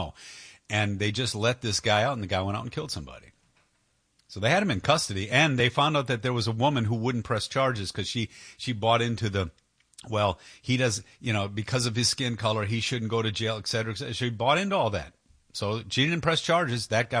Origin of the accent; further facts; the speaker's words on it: Detroit, Michigan, United States; also born or lived in New York, United States; because I grew up in Detroit and I saw what bad politics can do to a city